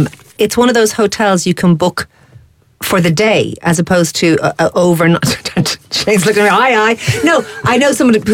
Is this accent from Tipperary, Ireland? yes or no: no; Greystones, County Wicklow, Ireland; I'm from Greystones. People used to come to Greystones even when I was young for their holidays.